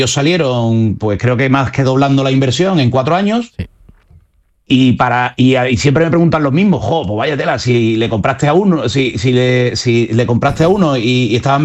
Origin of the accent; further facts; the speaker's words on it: Andalusia, Spain; para no contestar como un gallego, sino como un buen andaluz, diré, no voy a decir un depende, ¿no?